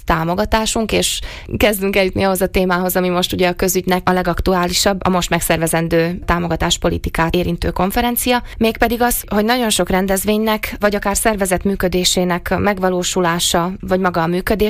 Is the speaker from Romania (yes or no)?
no; Slovakia; szlovákiai magyarként ez egy nagyon specifikus helyzet